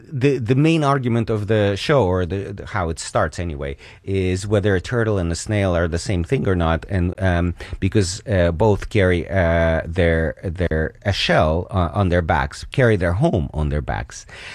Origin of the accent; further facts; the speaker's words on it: Ukraine; English is a second language; I'm from Ukraine originally